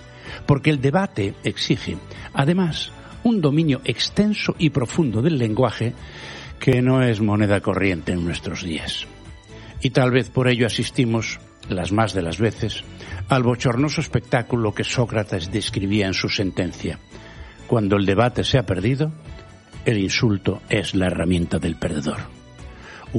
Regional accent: Santiago de Compostela, Galicia, Spain; born there; mi tierra, más exactamente de mi pueblo, de Santiago de Compostela

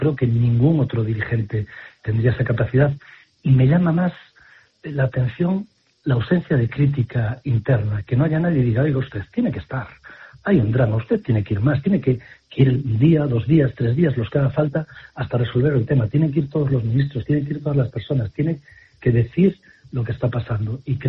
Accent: Spain

